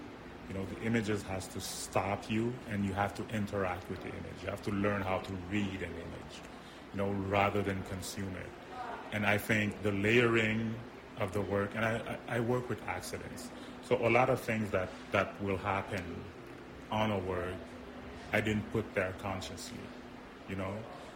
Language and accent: English; Montreal, Quebec, Canada; also born or lived in Haiti / Queens, New York, United States; And so I was born in Haiti, but brought up in Montreal and in Queens, New York. So to me, the aspect of identity is not really clear.